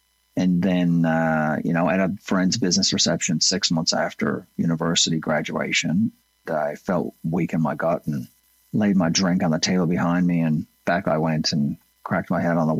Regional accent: Mount Pearl, Newfoundland and Labrador, Canada; now in St. John's, Canada; I was a little dude growing up in Mount Pearl, Newfoundland. Never shy to say I got my start in Mount Pearl. Loved that place.

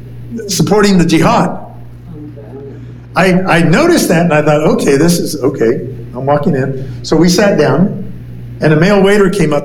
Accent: Michigan, United States; You know, I grew up in Michigan.

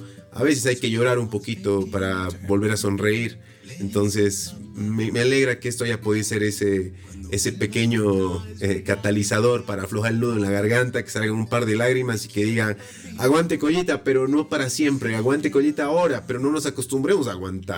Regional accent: La Paz, Bolivia; moved away; gracias Señor Jesús por haberme hecho boliviano, gracias por haberme hecho paceño.

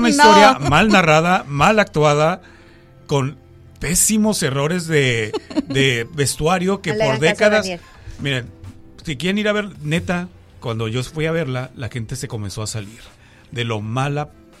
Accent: Tijuana, Baja California, Mexico; accent: Tijuana; Y luego cuando decimos entre los tijuanenses, es que nosotros no tenemos acento y que no sé. Claro que tenemos el acento.

